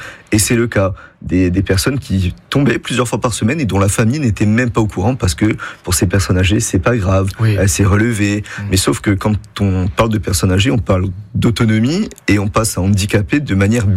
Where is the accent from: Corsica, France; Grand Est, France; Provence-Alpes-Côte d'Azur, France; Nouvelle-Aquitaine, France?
Corsica, France; Ajaccio; je rentre chez moi, à Ajaccio